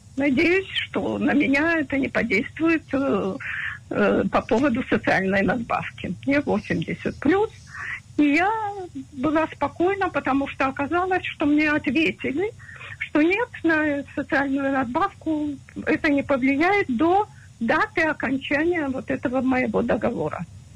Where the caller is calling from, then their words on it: Tel Aviv, Tel Aviv District, Israel; я из Тель-Авива